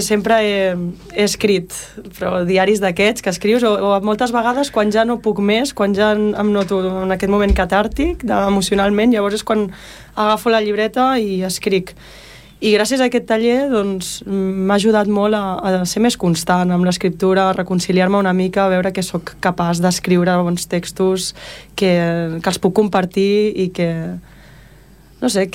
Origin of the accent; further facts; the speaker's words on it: Blanes, Catalonia, Spain; a mi em queda una mica lluny, jo vinc de Blanes.